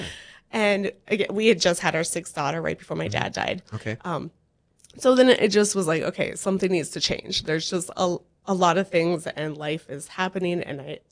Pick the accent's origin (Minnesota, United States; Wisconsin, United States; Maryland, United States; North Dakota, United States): North Dakota, United States; Buchanan